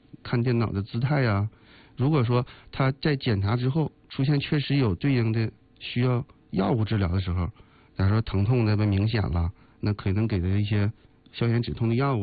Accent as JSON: {"language": "Chinese", "region": "Northeast China", "country": "China", "said": "作为东北人来说吧，咱们可以比喻成这个，"}